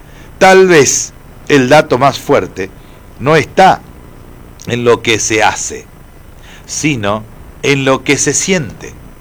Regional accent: Argentina; vamos a mostrar que somos argentinos

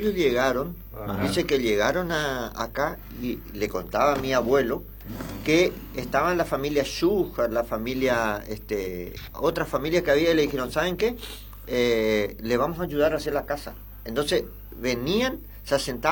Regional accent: General Alvear, Misiones, Argentina; El año antepasado hicimos un General Alvear en mi pueblo.

